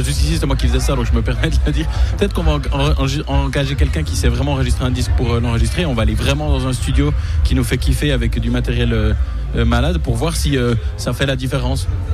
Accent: La Chaux-de-Fonds, Neuchâtel, Switzerland; En fait, on est tous de la Chaux-de-Fonds. C'est vrai, on habite tous à la Chaux-de-Fonds. Et puis, on est des vieux amis, en fait, quoi. C'est en Suisse.

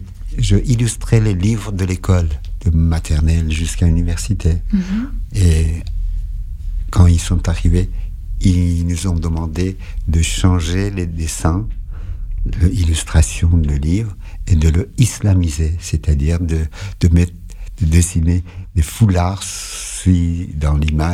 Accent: Iran; moved away as an adult; Donc je suis né en Iran et d'une mère française et un père iranien. Mais j'ai vécu en Iran, j'ai fait mes études en Iran.

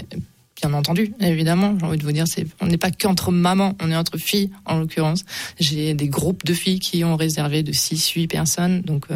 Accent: Cap d'Agde, Occitanie, France; On vient du Cap d'Agde avec mon mari, mon futur

